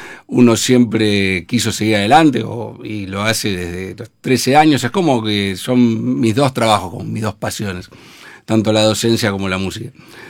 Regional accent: Buenos Aires, Argentina; born there

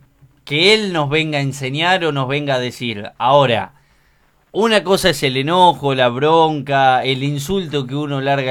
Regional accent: Argentina

